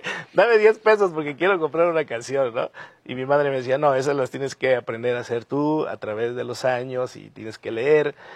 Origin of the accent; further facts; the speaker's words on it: Chiapas, Mexico; un beso con todo mi cariño a mi tierra, a Chiapas.